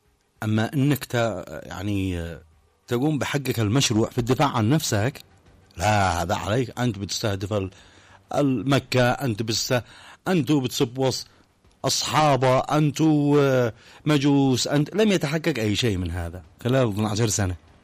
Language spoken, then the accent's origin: Arabic; Yemen; وبنستهدف مصادر العدوان على بلادنا اليمن.